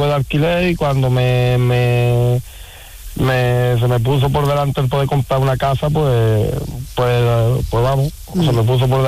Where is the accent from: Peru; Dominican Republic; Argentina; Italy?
Argentina; Yo de Argentina.